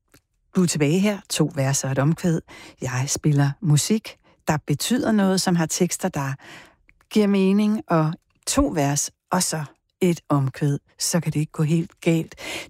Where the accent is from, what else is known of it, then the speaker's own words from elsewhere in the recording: Aarhus, Central Denmark Region, Denmark; så er jeg jo fra Aarhus, og jeg er jo altid til salg for en hymne fra min hjemstavn.